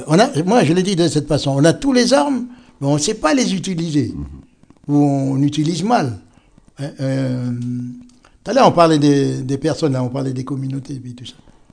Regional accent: Saint-Louis, Senegal; Parce qu'à Saint-Louis, là où je suis, moi, je suis de Saint-Louis. On plantait le riz à Saint-Louis, quand on était tout petit, quoi, enfin 10 ans, 11 ans, on plantait le riz avec les Chinois.

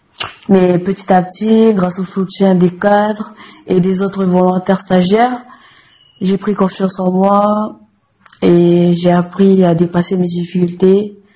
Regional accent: Wallis & Futuna; moved away; j'ai 20 ans, je suis originaire de Wallis

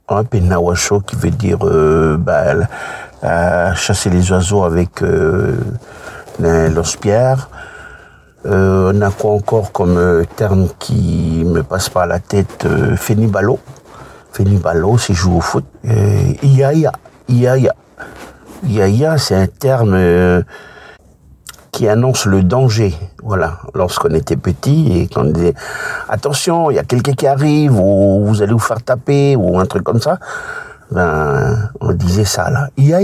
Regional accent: Lifou, Loyalty Islands Province, New Caledonia; also born or lived in Nouméa / Ouvéa; Dans mon enfance, je suis né à Nouméa. Ensuite, j'ai vécu à Ouvéa, puis Lifou. On va dire que dans mon enfance, j'ai grandi à Lifou.

